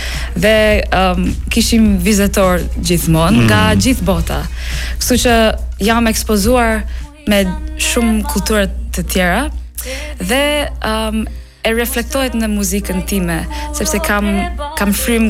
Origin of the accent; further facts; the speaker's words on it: England, United Kingdom; Albanian is a second language; Po, atëherë, unë jam lindur dhe rritur në Angli, por mami është nga India, babi nga Iran.